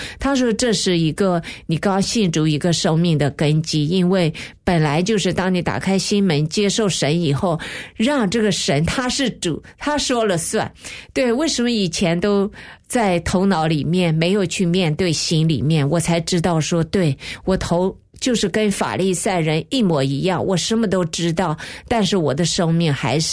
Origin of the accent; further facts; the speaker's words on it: China; moved away; 那另一位女生她也是跟我们也是大陆的老乡